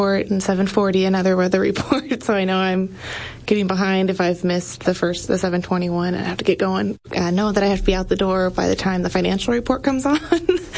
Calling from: Lincoln, Nebraska, United States; I'm from Lincoln, Nebraska.

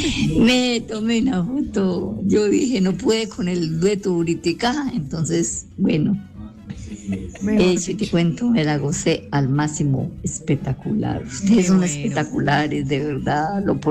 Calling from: Dosquebradas, Risaralda, Colombia; vivo en Romelia.

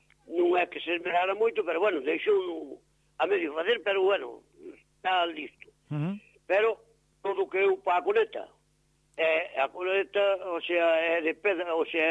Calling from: Mourente, Galicia, Spain; En Rúa dos Pradiños, aquí Mourente.

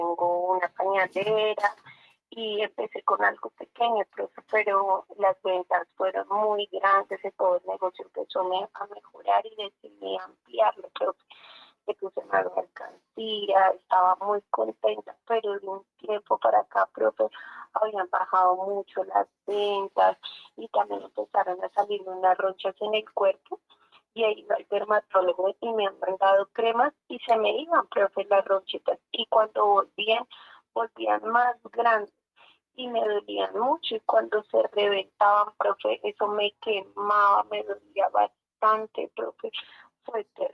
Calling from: Bogotá, Colombia; Yo solo estoy llamando desde acá, desde el barrio Tunal, en Bogotá.

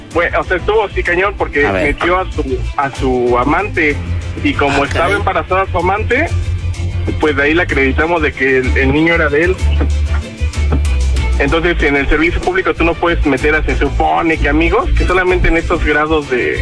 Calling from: Mexico City, Mexico; Soy tu vecino, diablito, de aquí de Coyoacán, por Avenida México y Londres.

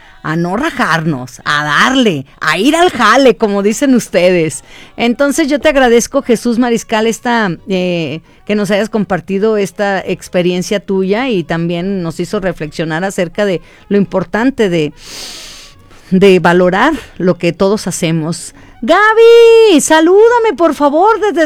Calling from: San Martín de las Flores, Jalisco, Mexico; Yo soy de San Martín de las Flores

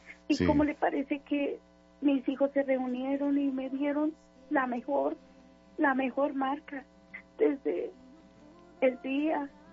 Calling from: Bogotá, Colombia; Aquí en Patio Bonito, Bogotá.

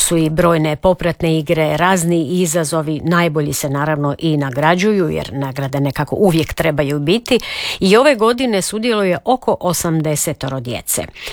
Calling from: Knin, Šibenik-Knin County, Croatia; Dobar dan, lijepi pozdrav iz vrućeg Knina. Već sada 30 stupnjeva ovdje kod nas u Kninu

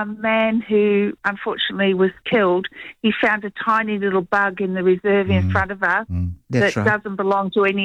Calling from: Auckland, New Zealand

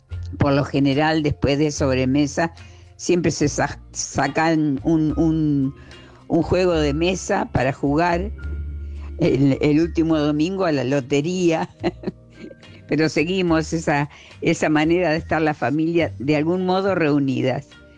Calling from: Rosario, Santa Fe, Argentina; de Rosario.

